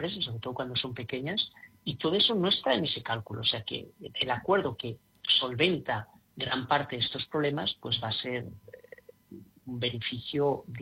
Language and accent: Spanish; Spain; no lo digo porque soy español